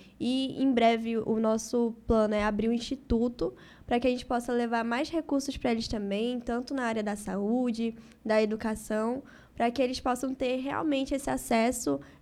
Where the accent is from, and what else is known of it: Caruaru, Pernambuco, Brazil; born there; also born or lived in Rio de Janeiro; now in Itapororoca, Brazil